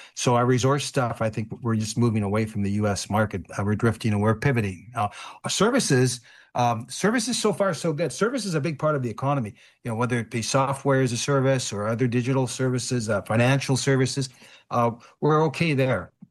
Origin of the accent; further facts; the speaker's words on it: Canada; Oh, I'm very worried. I am, as a Canadian.